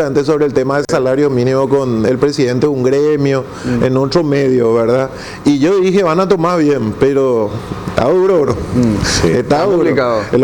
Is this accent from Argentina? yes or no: no; Paraguay